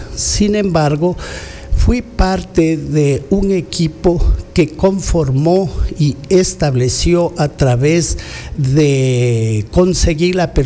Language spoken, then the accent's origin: Spanish; Riobamba, Chimborazo, Ecuador; born there; moved away as an adult; now in Zamora, Ecuador; Yo nací en Riobamba y hace 35 años vine a prestar mis servicios aquí en esta ciudad.